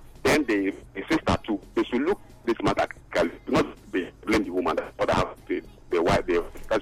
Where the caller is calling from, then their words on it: Ahoada, Rivers, Nigeria; I'm calling from Ahoda.